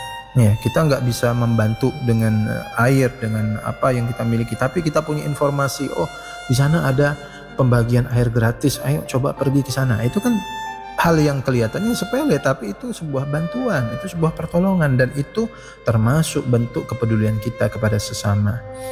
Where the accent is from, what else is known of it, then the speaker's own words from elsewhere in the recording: West Kalimantan, Indonesia; kita sama-sama sebagai warga Kalimantan Barat, Kota Pontianak dan sekitarnya, ya, yang ada di Kalimantan Barat ini.